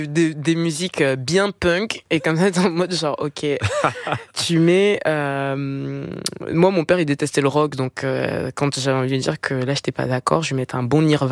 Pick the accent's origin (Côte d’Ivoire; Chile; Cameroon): Cameroon; now in France; Quand j'étais jeune, j'y vais au Cameroun. C'est c'est pas pareil. En France, on n'a pas le droit de jouer de la musique dehors.